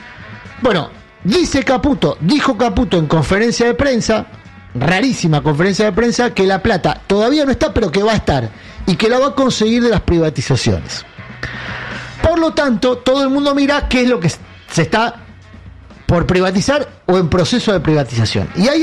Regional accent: Argentina; los argentinos, que somos argentinos de bien

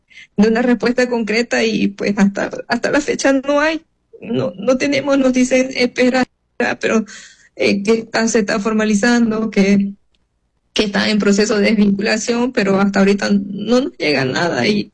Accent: Bolivia

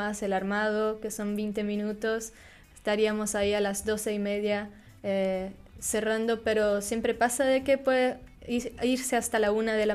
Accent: Brazil; now in Uruguay; Yo soy de Brasil

